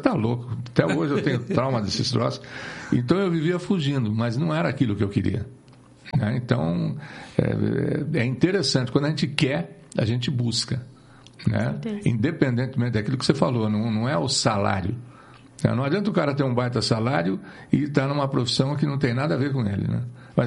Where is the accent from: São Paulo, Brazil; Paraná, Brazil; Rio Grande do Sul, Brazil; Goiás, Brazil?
Paraná, Brazil; Ribeirão Claro; eu nasci na roça, que eu nasci lá na Serrinha, lá em Ribeirão Claro